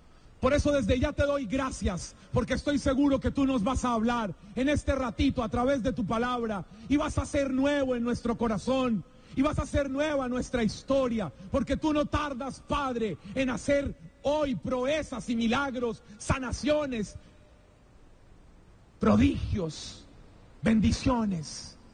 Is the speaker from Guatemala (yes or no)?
no; Colombia; soy colombiano.